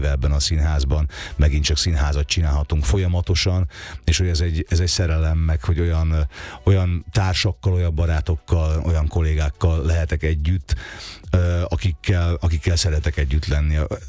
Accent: Budapest, Hungary; én a Városmajor környékén nőttem föl, ott voltam 10 éves kisfiú is

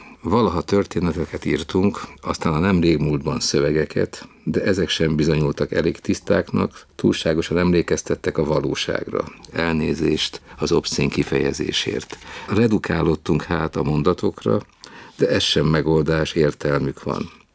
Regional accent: Budapest, Hungary; Ugye Szőcs Géza Kolozsváron, én Budapesten nőttünk föl

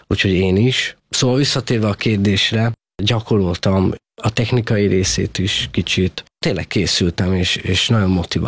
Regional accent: Rožňava, Košice Region, Slovakia; Hát ugye én zenés családba születtem eleve, Szlovákiába, ugye onnan származom, Felvidékről, Rozsnyóról, és nekem apukám szintén zongorista.

